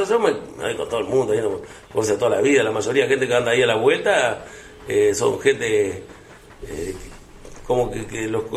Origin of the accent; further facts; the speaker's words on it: Salto, Uruguay; Yo voy a nombrar a Ceibal porque soy de Ceibal